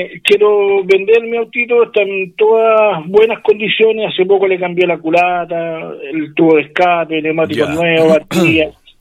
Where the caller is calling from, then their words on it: Rancagua, O'Higgins, Chile; estoy llamando de Rancagua.